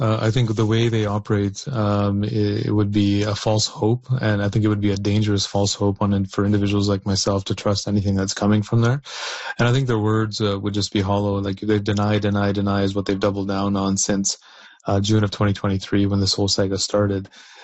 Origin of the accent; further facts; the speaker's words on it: Canada; I'm born and raised in Canada.